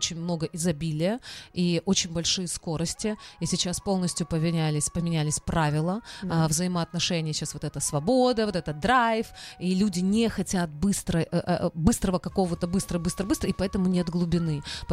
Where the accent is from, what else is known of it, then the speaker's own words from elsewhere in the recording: Odesa, Odesa Oblast, Ukraine; now in Israel; я из Украины, да, из Одессы